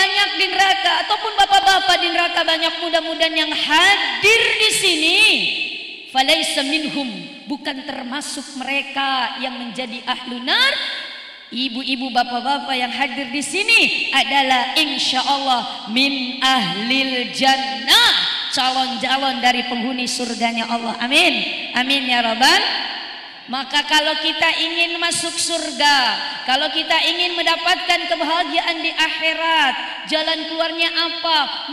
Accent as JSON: {"language": "Indonesian", "town": "Bogor", "region": "West Java", "country": "Indonesia", "tie": "born or raised there", "said": "Kalau di kampung saya, asli kampung saya di Bogor, dia gagah."}